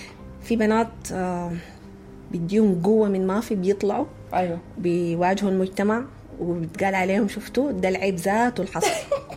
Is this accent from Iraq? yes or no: no; Sudan; إحنا كأمهات كمجتمع سوداني